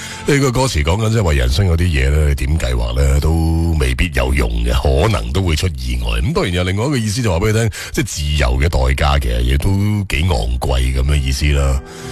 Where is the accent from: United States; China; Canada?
China; Guangdong